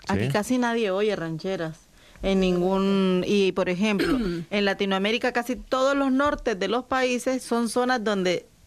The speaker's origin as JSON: {"language": "Spanish", "country": "Nicaragua", "moved": "yes", "said": "yo por ejemplo soy del norte de Nicaragua y también pues soy de origen campesino, mis padres son campesinos, y luego también viví en la ciudad"}